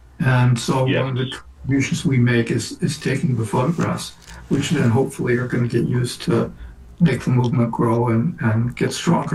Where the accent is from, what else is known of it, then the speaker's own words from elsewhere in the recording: Oakland, California, United States; Then I grew up in Oakland. I didn't know anything about farm workers. I didn't know anything about Mexico or Mexicans. I didn't speak Spanish.